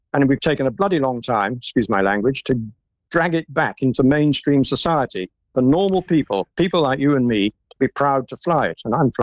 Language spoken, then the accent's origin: English; England, United Kingdom; we're English, we're proud of it